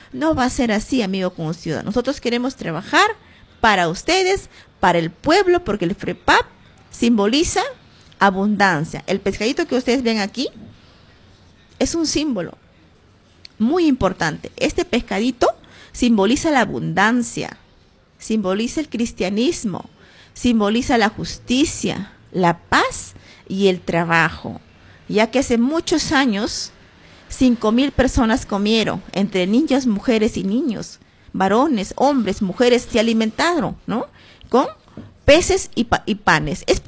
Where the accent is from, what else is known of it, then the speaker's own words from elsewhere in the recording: Pichanaki, Junín, Peru; born there; porque también soy madre, soy mujer, y quiero luchar con esa fuerza por mi pueblo, por mi Junín, por mi Pichanaki querido, quien me vio nacer.